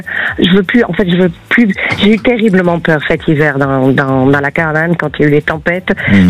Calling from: Nouvelle-Aquitaine, France; Des Pyrénées-Atlantiques.

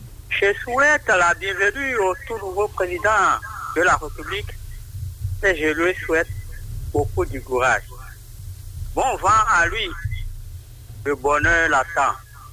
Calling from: Porto-Novo, Ouémé, Benin; je suis depuis Port-Nongo.

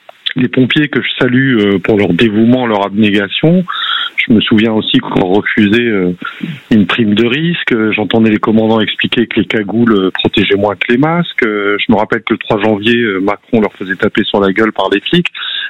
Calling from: Bordeaux, Nouvelle-Aquitaine, France; Bah moi je suis bordelais

